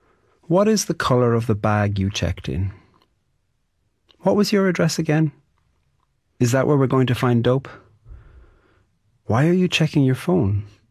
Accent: Ireland; I'm a poet from Ireland

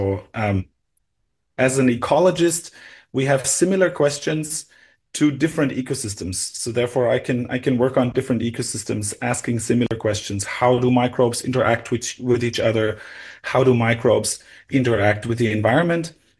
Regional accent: Germany; born or raised there

